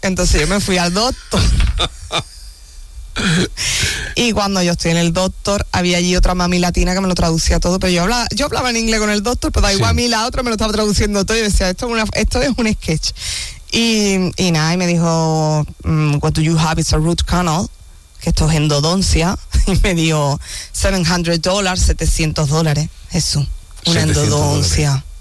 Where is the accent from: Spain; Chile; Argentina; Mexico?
Spain; Andalusia; soy andaluza, pero tengo una parte un poquito estadounidense aquí sí. en la cabeza.